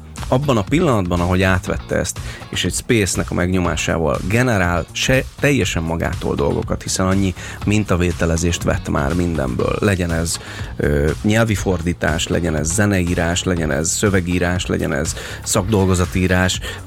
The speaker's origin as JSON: {"language": "Hungarian", "country": "Hungary", "said": "magyarként"}